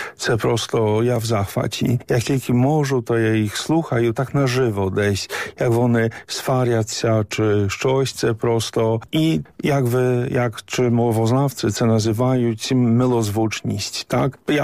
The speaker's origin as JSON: {"language": "Ukrainian", "country": "Poland", "second_language": "Ukrainian", "said": "Але, ну, я Поляк. Вони були Поляки, римокатолики. Тобто в мене немає жодної ідентичності української."}